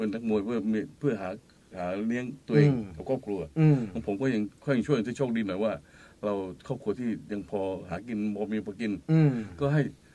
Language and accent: Thai; Bangkok, Thailand; born there; ผมเกิดที่กรุงเทพนี่แหละ